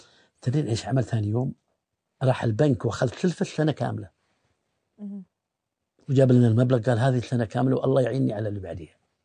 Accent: Bahrain; احنا عندنا في البحرين

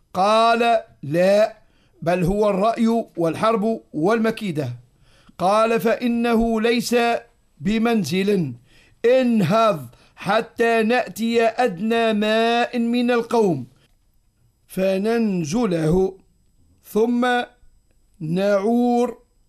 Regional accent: Tunisia; احنا عندنا في تونس عائلة المزي في طبربة

